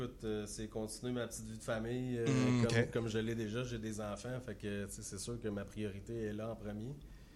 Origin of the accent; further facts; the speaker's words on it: Granby, Quebec, Canada; Moi, je viens de Granby. Aujourd'hui, j'ai descendu de Granby pour venir ici.